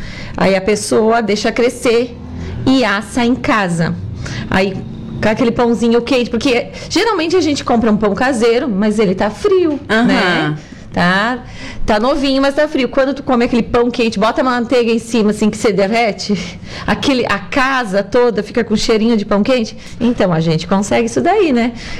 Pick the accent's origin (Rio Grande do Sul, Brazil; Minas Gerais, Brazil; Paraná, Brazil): Rio Grande do Sul, Brazil; São Marcos; accent: Serra Gaúcha; moved away; Eu sou natural de São Marcos, lá da Serra Gaúcha.